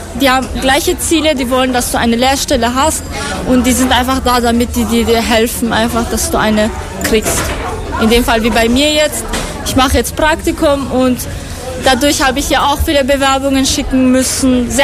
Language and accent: German; Afghanistan; German is a second language; now in Austria; Ich komme aus Afghanistan.